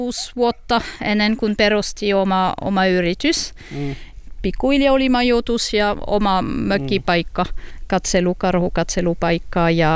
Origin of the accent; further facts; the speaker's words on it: France; Finnish is a second language; now in Finland; Olen ranskalainen. Olen tullut tällä kylälle 2001.